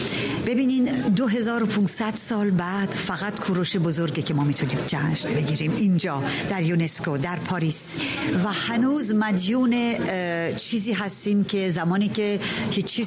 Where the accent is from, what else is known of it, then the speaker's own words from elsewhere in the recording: Iran; now in Paris, France; به عنوان یک ایرانی، به عنوان یک شاعر